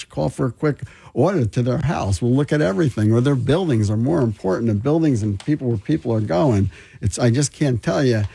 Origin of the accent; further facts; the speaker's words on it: New Jersey, United States; moved away as an adult; now in South Jersey, United States; I'm from North Jersey, I moved to South Jersey or the shore area about 30 years ago.